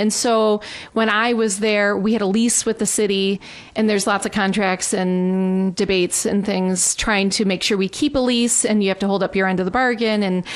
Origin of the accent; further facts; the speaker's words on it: Illinois, United States; I'm from Illinois. My mom is from up here.